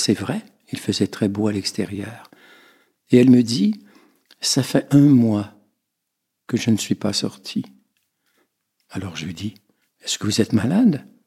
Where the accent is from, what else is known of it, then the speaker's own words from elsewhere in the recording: Centre-Val de Loire, France; Donc, la Beauce, c'est aussi ma région natale. Je suis Beauceron.